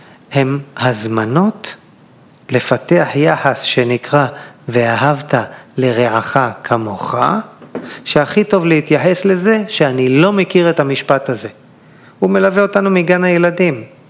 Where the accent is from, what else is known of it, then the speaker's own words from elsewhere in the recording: Elyashiv, Central District, Israel; גדלתי בחוף מכמורת, אני מושבניק מאלישיב ועמק חפר. שבוע שעבר הייתי במכמורת, חוף ילדותי.